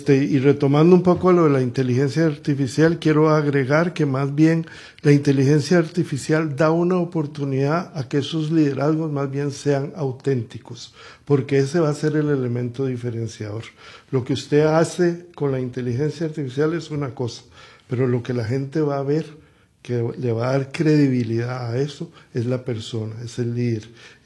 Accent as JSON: {"language": "Spanish", "country": "Costa Rica"}